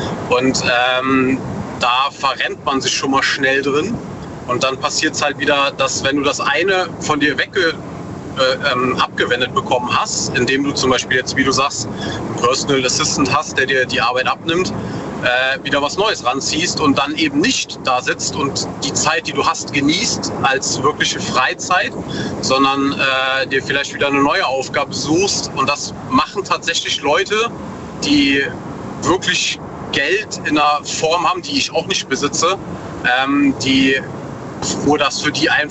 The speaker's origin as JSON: {"language": "German", "region": "North Rhine-Westphalia", "country": "Germany", "said": "Aus der Eifel, aus NRW."}